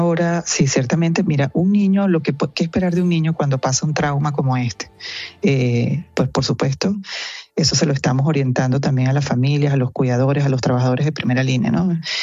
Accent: Venezuela; en nombre de Venezuela, como venezolana

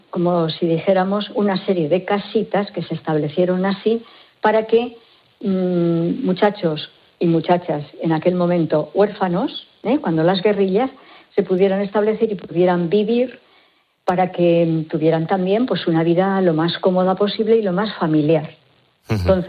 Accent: Bañares, La Rioja, Spain; Pues una de Logroño, como soy yo, soy de Bañares, ¿eh? Bañares.

